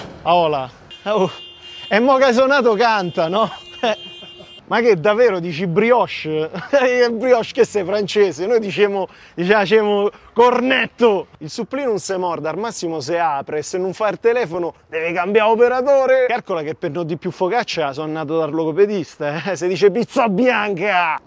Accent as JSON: {"language": "Italian", "region": "Lombardy", "country": "Italy", "lives_now": "Rome, Italy", "said": "No, più o meno, so da Valcamonica."}